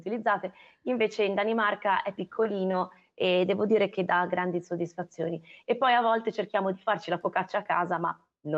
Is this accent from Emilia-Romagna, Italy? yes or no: no; Genoa, Liguria, Italy; Io peraltro sono originaria di Pra perché i miei genitori abitano a Pra, quindi no, allora